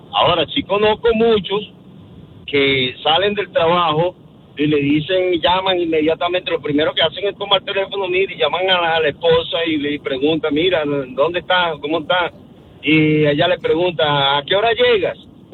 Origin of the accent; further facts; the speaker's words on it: Venezuela; Venezuela.